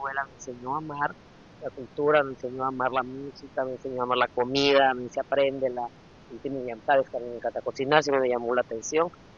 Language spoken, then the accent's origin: Spanish; Campeche, Mexico; yo no soy totalmente libanesa, soy mexicana, campechana, amo ser campechana, amo ser mexicana